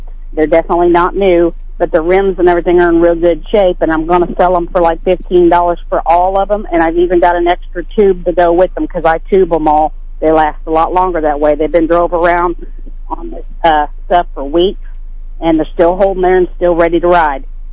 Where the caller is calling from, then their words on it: Marshall, Missouri, United States; Hi, I'm calling from Marshall.